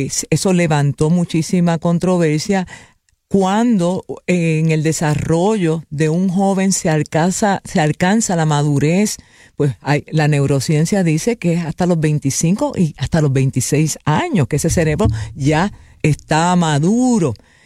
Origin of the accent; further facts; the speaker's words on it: Puerto Rico; cómo criamos a nuestros muchachos, cómo vemos a nuestros jóvenes en Puerto Rico versus la idiosincrasia estadounidense